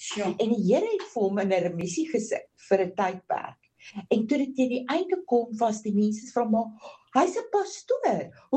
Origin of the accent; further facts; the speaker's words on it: Ermelo, Mpumalanga, South Africa; Ek kom uit die AGS kerk uit en daar uit Mpumalanga Ermelo.